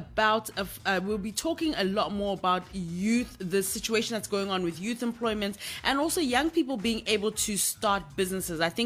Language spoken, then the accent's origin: English; Uganda; moved away; my home country of Uganda